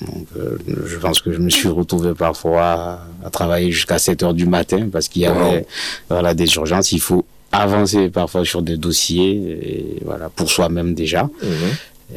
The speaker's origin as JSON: {"language": "French", "country": "Togo", "moved": "as an adult", "said": "rentrer chez moi au Togo"}